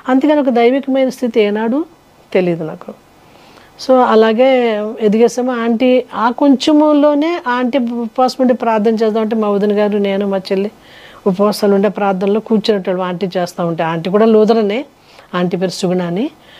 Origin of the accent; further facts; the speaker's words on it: Bhimavaram, Andhra Pradesh, India; భీమవరంలోనే rest house road, మాది Bhimavaram. So భీమవరంలోనే rest అక్కడే పుట్టాను, అక్కడే పెరిగాను.